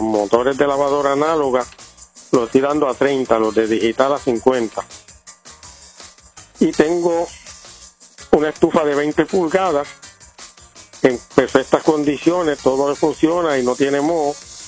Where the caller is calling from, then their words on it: Mayagüez, Puerto Rico; de Miradero de Mayagüez también.